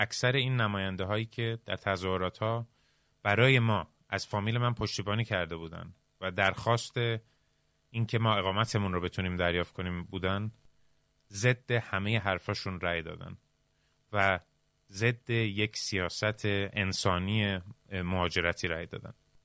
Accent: Falun, Dalarna County, Sweden; also born or lived in Iran; در شهر کوچیکی که من بزرگ شدم در سوئد به نام فالون در استان دالانا تعداد خارجی زیاد نبود،

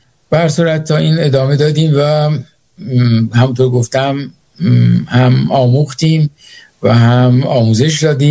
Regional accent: Iran; now in Sweden; همین که گفتی از سوئد میام ما فکر می‌کنیم تو سوئدی هستی. گفتم نه با من اصلا از ایران میام، ولی سوئد هر جا که میریم بیرون

